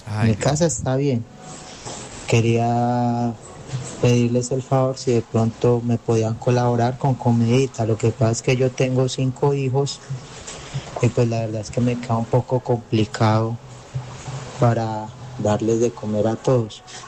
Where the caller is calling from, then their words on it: Pereira, Risaralda, Colombia; yo vivo en Pereira.